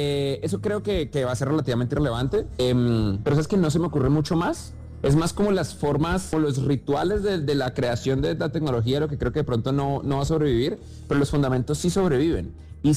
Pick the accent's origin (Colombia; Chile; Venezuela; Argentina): Colombia; now in United States; Y pues uno sigue siendo más colombiano que gringo.